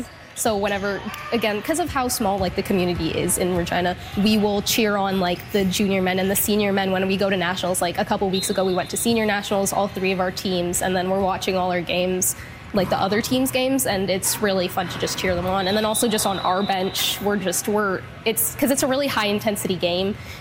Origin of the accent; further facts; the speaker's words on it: Egypt; I've been playing handball for 4 years. I'm originally from Egypt, and handball is like a much bigger thing back there.